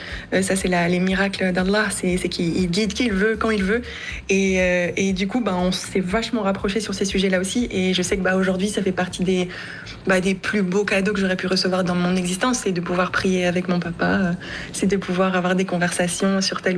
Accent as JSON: {"language": "French", "country": "Morocco", "said": "j'ai commencé à vraiment dire, je suis marocaine."}